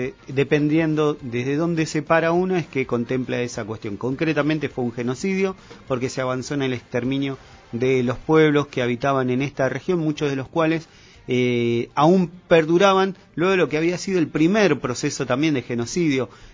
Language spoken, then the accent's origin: Spanish; Patagonia, Argentina; nuestra Patagonia